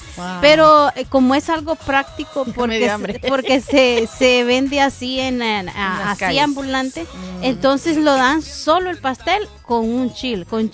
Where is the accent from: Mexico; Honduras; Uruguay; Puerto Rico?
Honduras